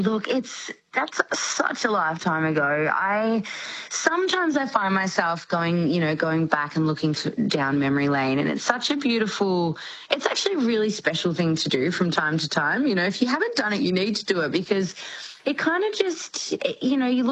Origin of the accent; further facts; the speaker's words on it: Victoria, Australia; I was a country girl. I grew up in the Yarra Valley in Melbourne